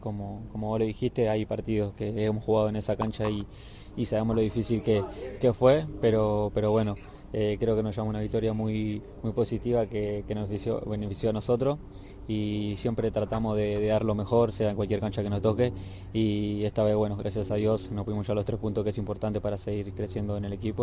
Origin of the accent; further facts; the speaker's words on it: Argentina; moved away as an adult; now in United States; se vive acá en Estados Unidos, que bueno, yo vengo de Argentina y es muy diferente